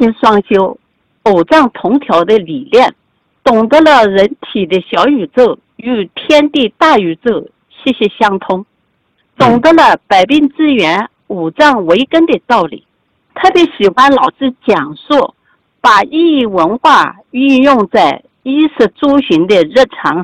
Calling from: Lianyungang, Jiangsu, China; 我是来自江苏连云港。

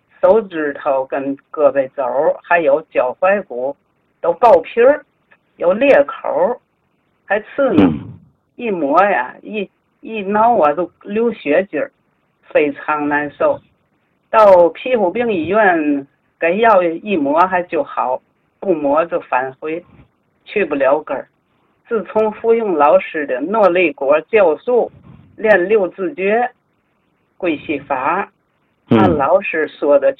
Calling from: Tianjin, China; 我来自天津市西青区，今年81岁，1946年出生，农历11月初七。

